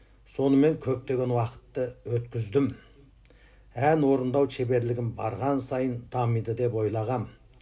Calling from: Karamay, Xinjiang, China; мен Қарамайлы қаласында тұратын қарапайым тыңдарман ретінде өз лебізімді білдіре кетуді жөн көрдім.

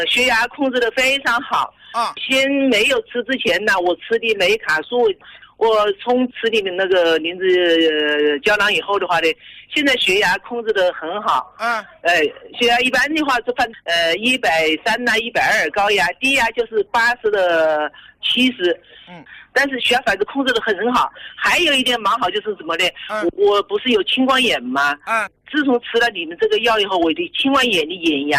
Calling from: Wuhan, Hubei, China

